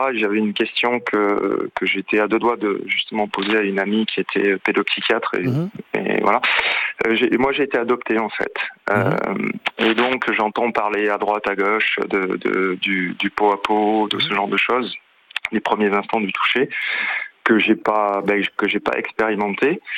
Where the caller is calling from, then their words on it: Bayonne, Nouvelle-Aquitaine, France; Je suis de Bayonne.